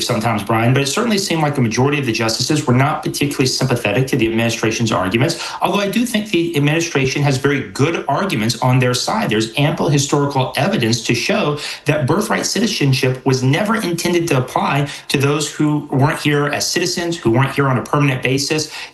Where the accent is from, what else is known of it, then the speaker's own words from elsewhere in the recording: Florida, United States; My home state for Florida, for instance, has very specific requirements